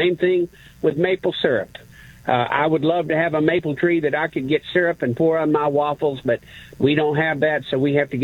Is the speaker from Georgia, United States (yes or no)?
no; Texas, United States; Love my time in South Carolina as a Texan.